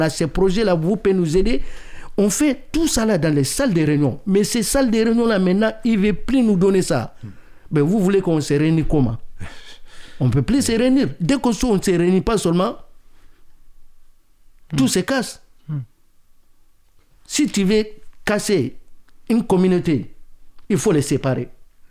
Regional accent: Mali; Moi, je suis Malien.

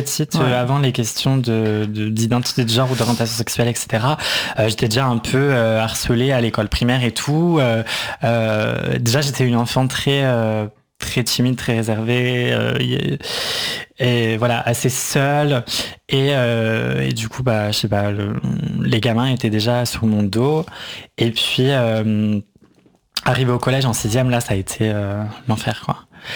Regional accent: Bourgogne-Franche-Comté, France; moved away; mon adolescence passée en Franche-Comté

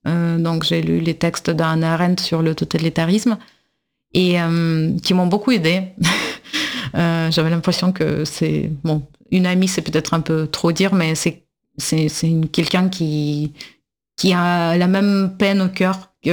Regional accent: Russia; moved away; en tant que russe

